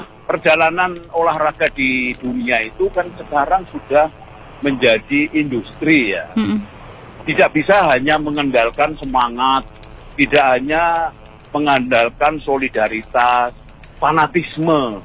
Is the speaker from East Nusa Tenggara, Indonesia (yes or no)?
no; Malang, East Java, Indonesia; saya sebagai warga Malang juga merasakan.